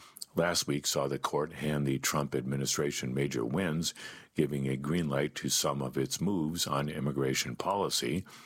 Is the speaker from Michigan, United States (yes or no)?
no; Texas, United States; I played in high school and I'm from Texas, so yeah.